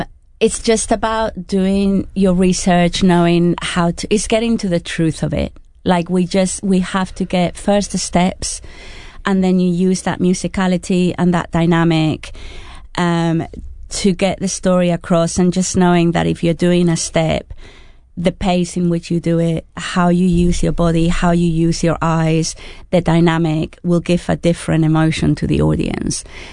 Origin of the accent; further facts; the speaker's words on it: Spain; now in London, United Kingdom; I'm originally from Spain.